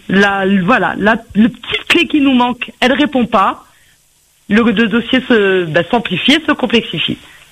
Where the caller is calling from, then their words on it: La Plaine-des-Palmistes, Réunion; Ah non, moi, je suis à la Plaine des Palmistes.